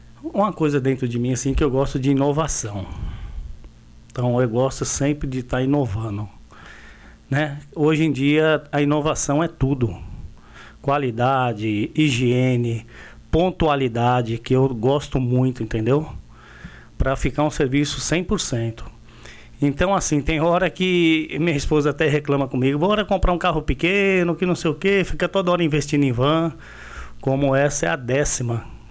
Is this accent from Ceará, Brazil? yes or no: no; São Paulo, Brazil; Porque se você sai de um, que nem eu saí de São Paulo, capital, se sai do interior de São Paulo, já mudava um pouco. Enfim, eu mudei para o interior da Bahia, então é uma mudança radical.